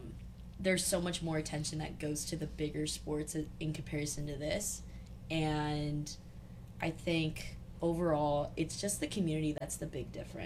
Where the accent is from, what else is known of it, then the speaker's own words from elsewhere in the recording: Long Beach, California, United States; I grew up in Long Beach